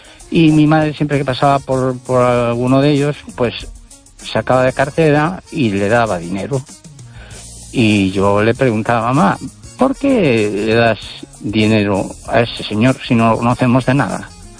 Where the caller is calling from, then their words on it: Pontevedra, Galicia, Spain; ahora mismo estoy en Pontevedra.